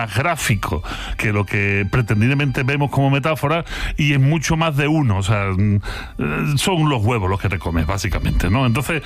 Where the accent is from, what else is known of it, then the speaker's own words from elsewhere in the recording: Andalusia, Spain; pues este es cascarón de huevo, que decíamos cuando éramos chicos aquí en Andalucía